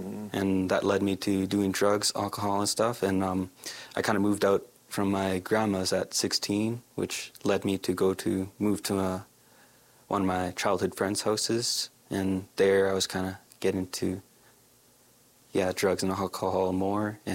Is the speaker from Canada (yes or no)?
yes; British Columbia, Canada; now in Big River First Nation, Canada; I grew up in British Columbia, and there I lived with my mother and my stepdad. And then we moved out here to Big River First Nation, and I started living with my grandmother.